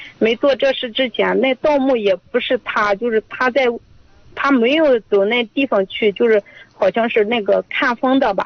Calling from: Xia County, Shanxi, China; 我是下县的。

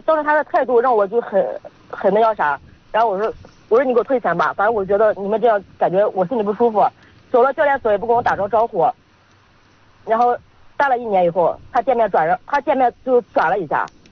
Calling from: Yuncheng, Shanxi, China; 咱山西运城的。

